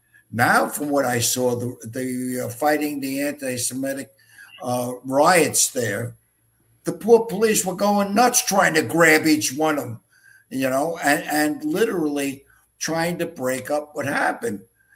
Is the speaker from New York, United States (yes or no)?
yes; Brooklyn, New York, United States; born there; accent: Brooklyn; Yeah, that basically, I was born in Brooklyn, New York. You could never tell from the accent.